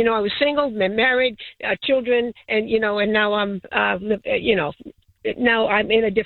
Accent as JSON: {"language": "English", "region": "Maine", "country": "United States", "moved": "yes", "lives_now": "Danvers, Massachusetts, United States", "said": "I'm from Maine originally, Massachusetts, but I've got relatives down here that I didn't even know."}